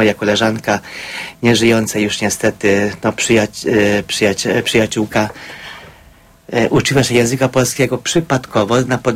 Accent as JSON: {"language": "Polish", "town": "Debrecen", "region": "Hajdú-Bihar", "country": "Hungary", "tie": "born or raised there", "second_language": "Polish", "said": "Urodziłem się na Węgrzech, w Debreczynie."}